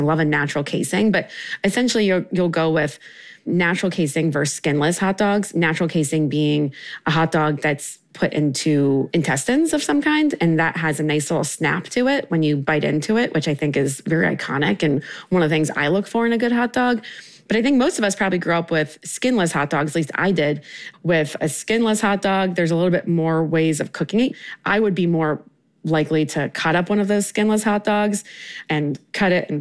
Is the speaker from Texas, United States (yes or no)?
no; Maryland, United States; But growing up in Maryland, we didn't necessarily eat a lot of hot dogs.